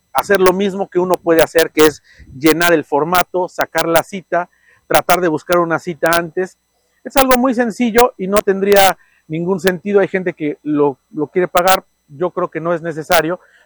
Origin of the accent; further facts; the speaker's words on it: Mexico; porque si soy mexicano, voy a México